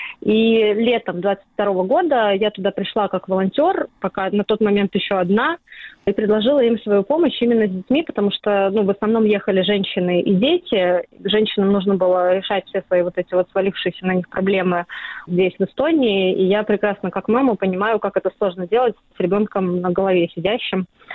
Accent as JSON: {"language": "Russian", "country": "Russia", "said": "Я как бы не скрывала, что я из России, но я об этом и не рассказывала на каждом углу."}